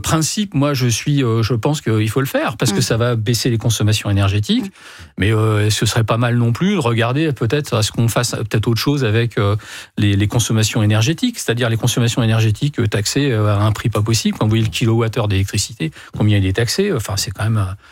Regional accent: Hauts-de-France, France

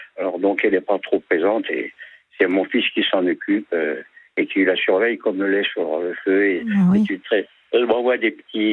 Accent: Montigny-lès-Cormeilles, Île-de-France, France; Non, 4 garçons, une famille très unie. On a grandi à Montigny-les-Cormeilles, pour les auditeurs qui connaissent

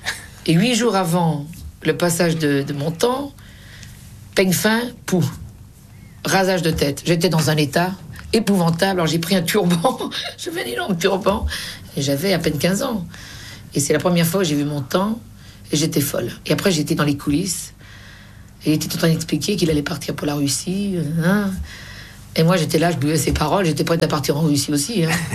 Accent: Paris, Île-de-France, France; Je venais de Belleville, du café de mon père.

